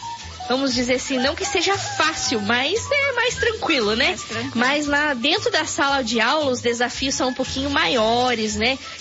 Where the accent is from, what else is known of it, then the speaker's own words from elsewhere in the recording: São Paulo, Brazil; Mas confesso, eu achava que eu era paulistano, porque também sou do litoral de de São Paulo.